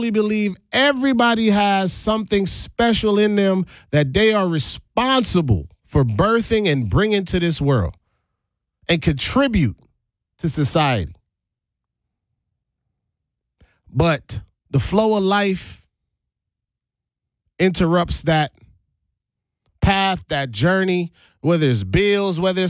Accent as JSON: {"language": "English", "town": "St. Thomas", "country": "U.S. Virgin Islands", "lives_now": "Milwaukee, United States", "said": "And I'm from St. Thomas, the Virgin Islands. I believe in Milwaukee."}